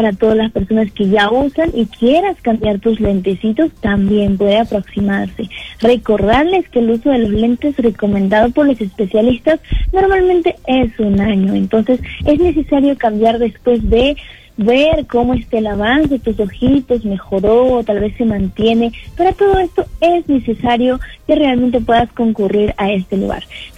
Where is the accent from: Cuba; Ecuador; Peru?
Peru; Cusco; como nosotros somos de Cusco, o sea, también se puede como transferir a Cusco, ¿no?